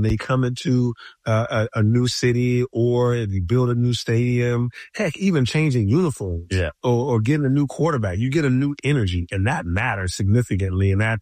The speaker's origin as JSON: {"language": "English", "town": "Atlanta", "region": "Georgia", "country": "United States", "tie": "born or raised there", "said": "I grew up in Atlanta."}